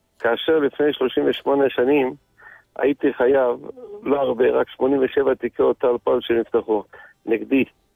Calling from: Jerusalem, Jerusalem District, Israel; אנחנו בירושלים.

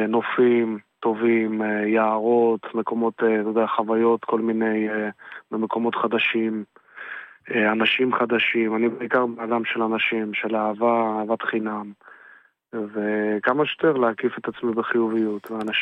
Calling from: Bat Yam, Tel Aviv District, Israel; אני בן 26, אני מבת ים, אני מוזיקאי, בוגר תואר ראשון ותעודת הוראה במוזיקה ובניצוח.

